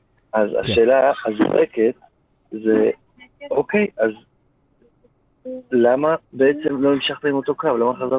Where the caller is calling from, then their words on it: Central District, Israel; אני מהמרכז.